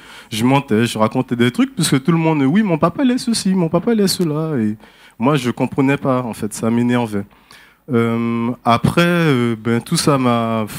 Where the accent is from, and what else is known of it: French Guiana, France; born there